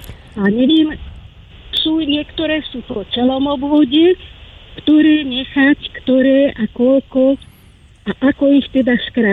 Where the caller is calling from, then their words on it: Stará Turá, Trenčín Region, Slovakia; ja som zo Starej Turej.